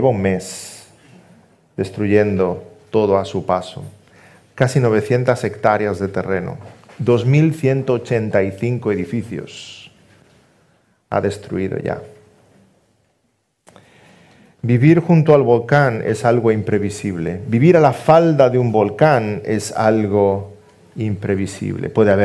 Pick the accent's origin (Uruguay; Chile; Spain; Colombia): Spain; Balearic Islands; moved away; Yo que soy mallorquín